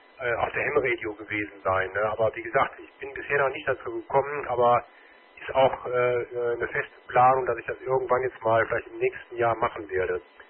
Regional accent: Rhineland, Germany; born there; moved away as an adult; now in Münsterland, Germany; Ich komme gebürtig aus dem Rheinland. Man sagt mir heute noch nach, dass ich ab und zu auch mal da irgendwo bei bestimmten Worten oder Wörtern besser gesagt in diesen Dialekt zurückfalle, aber ich selber merke das nicht mehr

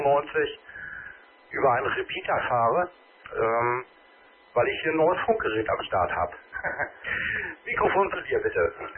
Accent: Lübeck, Schleswig-Holstein, Germany; now in Nordkirchen, Germany; Ich stamme aus Lübeck und mein QTA ist eben halt jetzt im Augenblick Nordkirchen.

